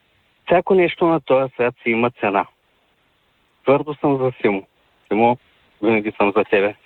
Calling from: Varna, Varna Province, Bulgaria; Чисто съм от Варна.

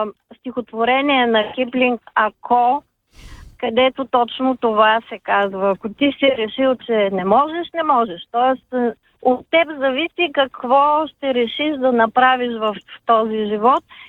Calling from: Sofia, Sofia City, Bulgaria; от София.

